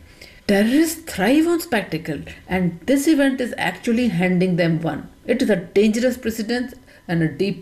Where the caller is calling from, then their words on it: New Delhi, Delhi, India; I'm calling from New Delhi, India.